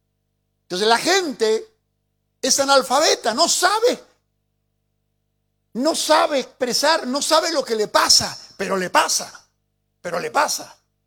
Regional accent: Mendoza, Argentina; los menducos tenemos ese término, más o menos.

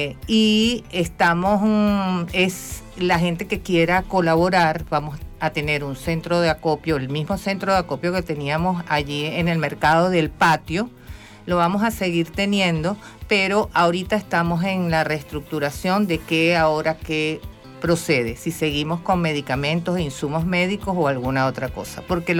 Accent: Caracas, Capital District, Venezuela; moved away; also born or lived in Margarita Island, Nueva Esparta; yo en realidad tengo familia en toda Venezuela. Yo soy caraqueña. Después me fui a vivir en el 98, me fui a vivir a la isla de Margarita, en el estado Nueva Esparta.

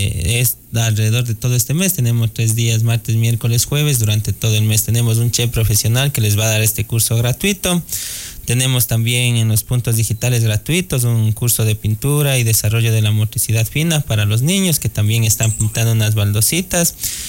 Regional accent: Baños de Agua Santa, Tungurahua, Ecuador; mi pueblo baneño

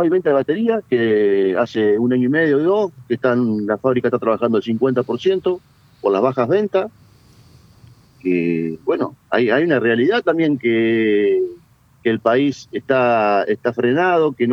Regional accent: Gualeguaychú, Entre Ríos, Argentina; Yo soy de Gualeguaychú, sí.

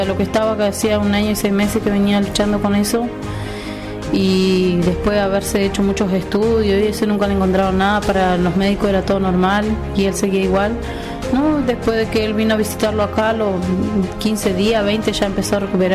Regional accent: El Maitén, Chubut, Argentina

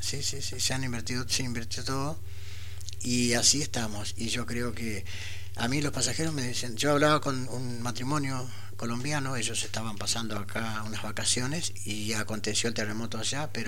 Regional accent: Argentina; por toda la labor que ha hecho para nosotros como argentinos

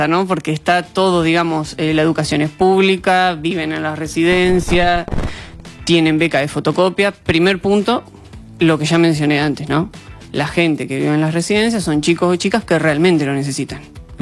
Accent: Doblas, La Pampa, Argentina; Yo de Doblas.

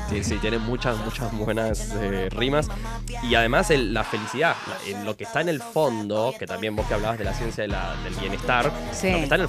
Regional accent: Venezuela; now in Argentina; Yo soy venezolano, perdí el acento.

